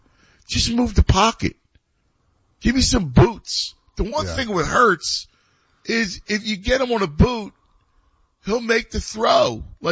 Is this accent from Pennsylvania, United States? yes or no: yes; Philadelphia, Pennsylvania, United States; I mean, obviously I'm from Philadelphia, but, the Eagles defense is like really good.